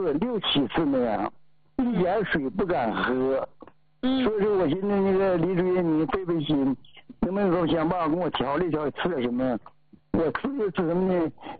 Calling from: Jilin, China; 全心全意为我们吉林人呢

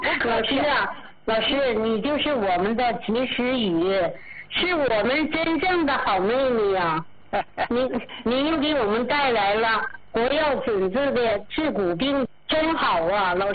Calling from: Changchun, Jilin, China; 我是长春的，今年74岁，一个老太太。

